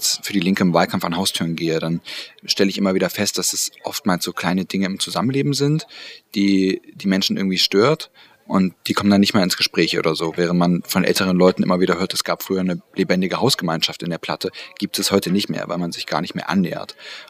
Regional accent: Weißenfels, Saxony-Anhalt, Germany

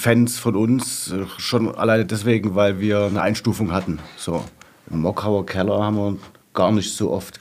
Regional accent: Mitte, Saxony, Germany; ich bin kein Leutscher, ich komme aus dem Mitte.

